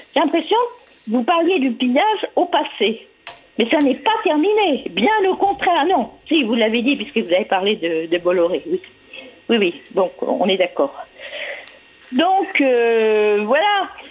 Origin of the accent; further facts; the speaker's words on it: France; born there; Et je suis blanche, je suis née en France, de père bien français soi-disant.